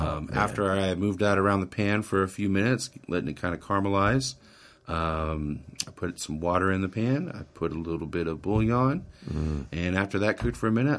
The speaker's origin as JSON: {"language": "English", "town": "McKinleyville", "region": "California", "country": "United States", "tie": "born there", "also_born_or_lived": "Austin, Texas"}